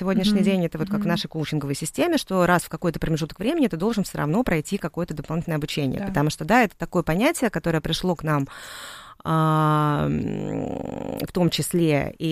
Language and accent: Russian; Saint Petersburg, Russia; Я из Питера.